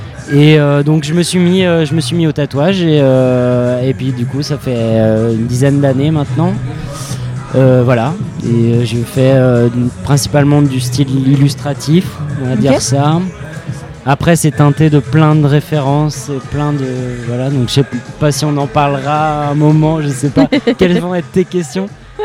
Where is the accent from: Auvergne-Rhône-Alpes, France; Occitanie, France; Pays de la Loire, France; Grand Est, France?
Pays de la Loire, France; Nantes; Je viens de Nantes, du coup, enfin, je suis sur Nantes là actuellement et depuis une quinzaine d'années maintenant.